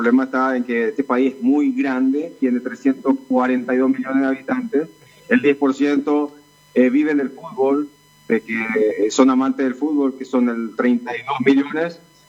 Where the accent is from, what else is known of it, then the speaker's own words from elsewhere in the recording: Paraguay; moved away as an adult; also born or lived in Argentina; now in New York, United States; nosotros también como paraguayos estamos preparados para lo que es el Mundial